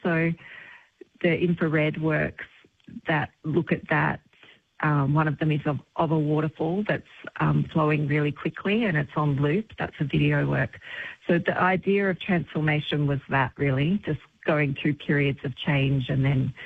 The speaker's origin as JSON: {"language": "English", "region": "New South Wales", "country": "Australia", "tie": "born or raised there", "said": "being back in the Central West, which was my hometown and the environment that I really loved."}